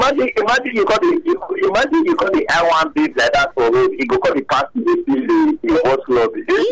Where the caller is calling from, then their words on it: Nigeria; I'm calling from Mangoros.